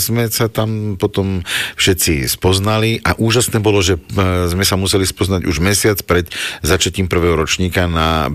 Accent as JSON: {"language": "Slovak", "town": "Pezinok", "region": "Bratislava Region", "country": "Slovakia", "tie": "born or raised there", "moved": "as an adult", "said": "Tak ja som z Pezinka. Sice som sa narodil na Bezručke, čo je v Bratislave. A tam v Pezinku som vyštudoval všetky tie školy"}